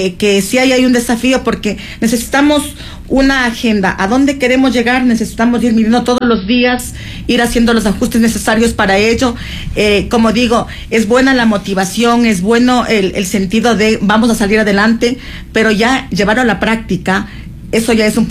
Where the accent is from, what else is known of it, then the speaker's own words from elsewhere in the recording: Chimborazo, Ecuador; Yo soy proveniente de Chimborazo